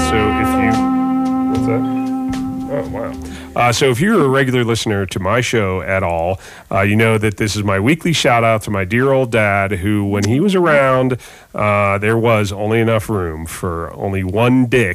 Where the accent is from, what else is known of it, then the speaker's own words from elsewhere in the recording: Pittsburgh, Pennsylvania, United States; my hometown of Pittsburgh, PA